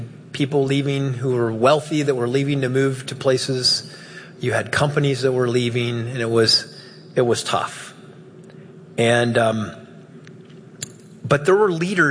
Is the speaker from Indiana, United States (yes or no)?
no; Dayton, Ohio, United States; I remember getting elected to the state legislature, and I said, well, you know, I was from Dayton.